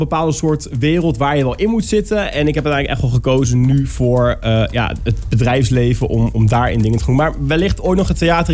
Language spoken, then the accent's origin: Dutch; Utrecht, Netherlands; born there; now in Nieuwegein, Netherlands; Ik ben geboren in Utrecht. En ik woon al 30 jaar, in Nieuwegein.